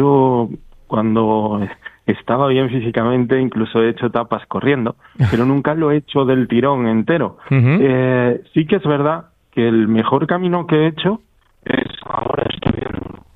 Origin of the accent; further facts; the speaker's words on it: Villafranca del Bierzo, Castile and León, Spain; soy de Villafranca